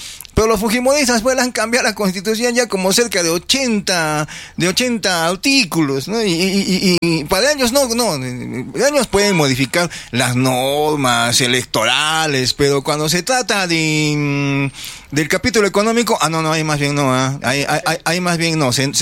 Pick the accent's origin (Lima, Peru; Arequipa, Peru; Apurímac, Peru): Arequipa, Peru; yo me jacto de ser recontra arequipeño